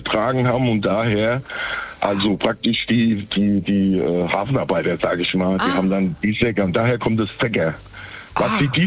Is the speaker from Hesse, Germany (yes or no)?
yes; Hesse, Germany; now in Rhein-Lahn-Kreis, Germany; Und da bin ich dann als Hesse, mache ich Entwicklungshilfe in Rheinland-Pfalz.